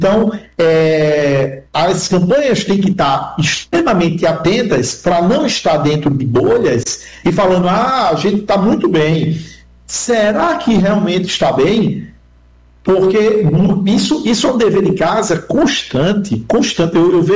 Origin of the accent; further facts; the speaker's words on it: Northeast Region, Brazil; Então, todo nordestino tinha a figura de Eduardo Campos como uma pessoa nossa, de todos nós que somos do Norte e Nordeste.